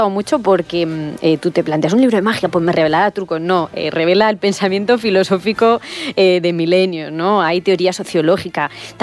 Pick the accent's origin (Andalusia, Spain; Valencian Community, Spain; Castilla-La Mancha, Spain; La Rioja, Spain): Castilla-La Mancha, Spain; No, yo como buena manchega estoy bien en los climas cálidos y secos